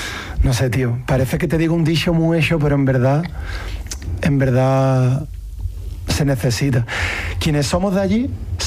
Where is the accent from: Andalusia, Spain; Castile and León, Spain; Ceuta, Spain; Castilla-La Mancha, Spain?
Andalusia, Spain; Cádiz; accent: Cádiz; a mí el flow de Cádiz o de la línea me sale cuando estoy mosqueado.